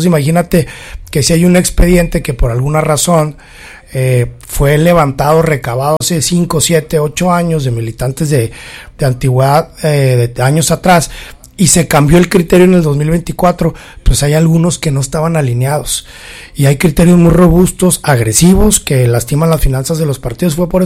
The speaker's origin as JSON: {"language": "Spanish", "region": "Chihuahua", "country": "Mexico", "said": "a quienes somos chihuahuenses"}